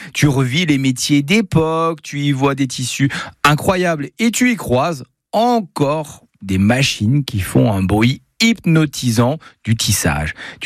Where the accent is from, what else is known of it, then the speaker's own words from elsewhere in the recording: Grand Est, France; chez nous, en Alsace